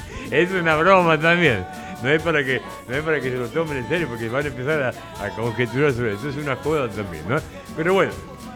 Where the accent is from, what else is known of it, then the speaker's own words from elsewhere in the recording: Argentina; ¿Qué tomamos los argentinos?